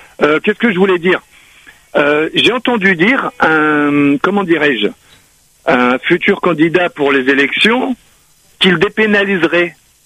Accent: Réunion; now in Perpignan, France; Je suis natif de La Réunion, au T1.

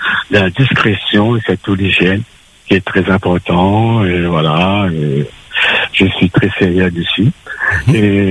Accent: Hauts-de-France, France; je suis du Nord.

